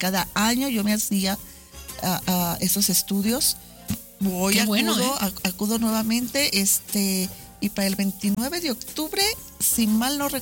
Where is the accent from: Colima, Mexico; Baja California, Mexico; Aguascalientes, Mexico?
Aguascalientes, Mexico; moved away as an adult; regreso a Aguascalientes, soy nativa de ahí, de aquí, de Aguascalientes, y por cuestiones del trabajo me fui fuera 20 años, de 18 y 20 años me fui de Aguascalientes. Por el trabajo regreso, yo no quería regresar a Aguascalientes